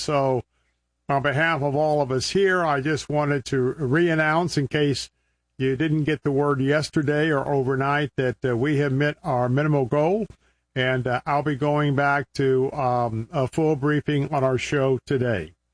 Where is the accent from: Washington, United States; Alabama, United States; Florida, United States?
Florida, United States; Tampa; broadcasting from my hometown of Tampa, Florida.